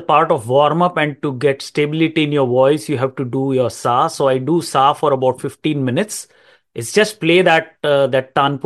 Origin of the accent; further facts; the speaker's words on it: India; English is a second language; moved away as an adult; now in Canada; I'm originally from India. I migrated here to Canada in 2014